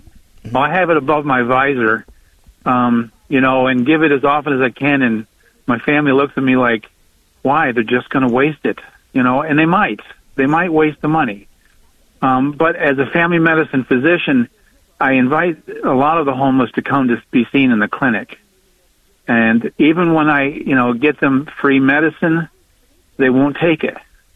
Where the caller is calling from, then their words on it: Florence, South Carolina, United States; I'm calling from Florence, South Carolina, EWTN 130.